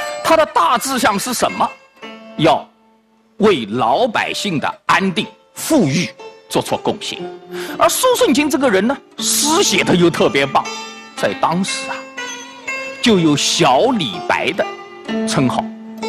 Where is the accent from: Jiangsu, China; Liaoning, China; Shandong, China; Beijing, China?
Jiangsu, China; Suzhou; 咱们苏州人